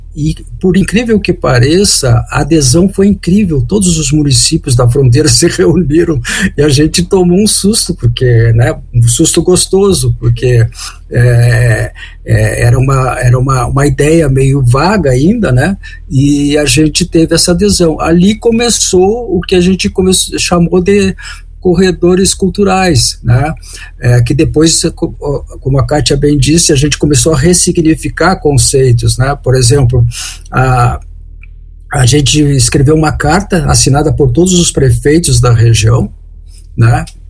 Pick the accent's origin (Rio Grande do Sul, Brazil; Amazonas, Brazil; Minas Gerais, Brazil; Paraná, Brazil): Rio Grande do Sul, Brazil; Santana do Livramento; also born or lived in Florianópolis / Porto Alegre / Barcelona; now in Brasília, Brazil; Eu sou de Santana Livramento, fronteira com Rivera, né? Então, hoje eu moro em Brasília, já morei em Florianópolis, já morei em Porto Alegre e agora eu já estou aposentado morando em Brasília